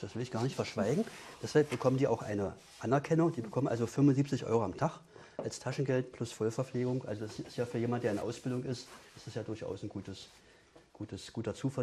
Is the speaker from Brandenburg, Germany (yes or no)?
yes; Potsdam, Brandenburg, Germany; now in Dessau, Germany; ich komme eigentlich aus Potsdam.